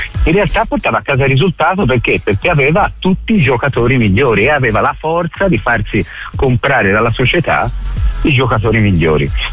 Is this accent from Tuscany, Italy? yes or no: yes; Florence, Tuscany, Italy; siamo fiorentini